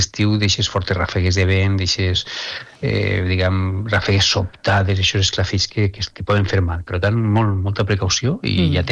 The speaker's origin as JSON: {"language": "Catalan", "town": "Alcoy", "region": "Valencian Community", "country": "Spain", "said": "jo parlant amb els familiars que tinc, jo soc d'Alcoi, parlant amb els amics, familiars d'Alcoi"}